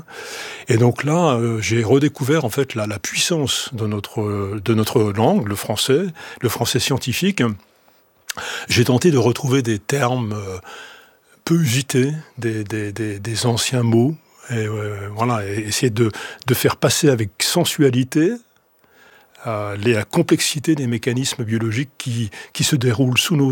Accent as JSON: {"language": "French", "town": "Nancy", "region": "Grand Est", "country": "France", "tie": "born or raised there", "said": "Vivant à Nancy, étant lorrain, on a la chance d'être dans un milieu très forestier. C'est quand même le Grand Est, enfin la Lorraine. J'ai toujours un peu de mal à dire que je suis dans le Grand Est. Je préfère dire je vis en Lorraine."}